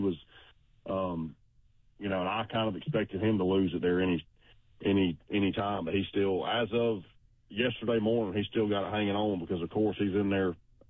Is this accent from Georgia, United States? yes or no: yes; Georgia, United States; I was like most redneck kids growing up in Georgia.